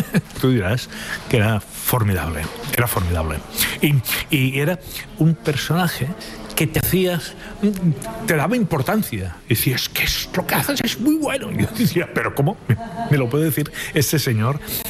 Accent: Barcelona, Catalonia, Spain; yo soy de San Andreu, es un barrio que está bastante lejos

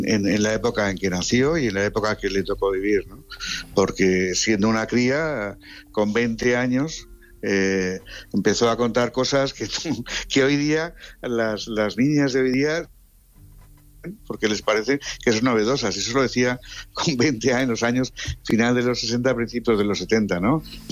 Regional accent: Madrid, Community of Madrid, Spain; born there; Pero soy también, al mismo tiempo, el único que es de Madrid. Yo nací en Madrid.

